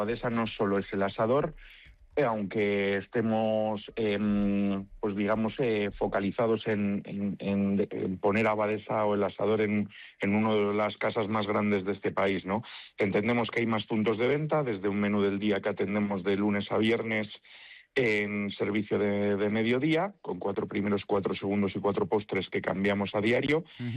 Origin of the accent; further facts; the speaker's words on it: Basque Country, Spain; Como buen vasco que soy y varios compañeros del equipo